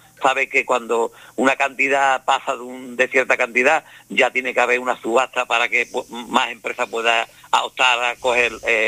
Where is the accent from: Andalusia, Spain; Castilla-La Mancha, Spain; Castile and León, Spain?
Andalusia, Spain; moved away as an adult; also born or lived in Catalonia; Yo me fui porque yo quería hacerme una casa en mi pueblo y no tenía trabajo y claro, yo no podía hacerme casa en mi pueblo. Y yo toda mi ilusión desde pequeñito era tener mi casa, ¿no? Y yo me fui a Cataluña y yo todo era trabajar y mandar dinero para Andalucía.